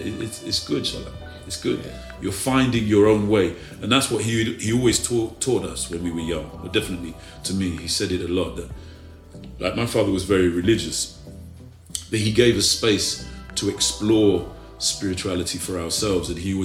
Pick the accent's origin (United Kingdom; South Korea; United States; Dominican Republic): United Kingdom; England; it's rooted in Yoruba, but I have this UK perspective. Why? Because I grew up here.